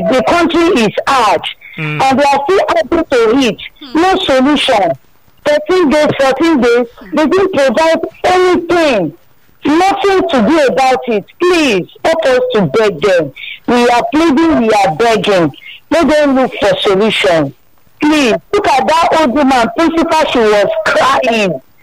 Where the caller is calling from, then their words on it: Lagos, Nigeria; Yes, I'm coming from Abulegba.